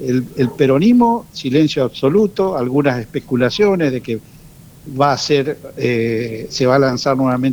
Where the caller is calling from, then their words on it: Reconquista, Santa Fe, Argentina; Yo soy de Reconquista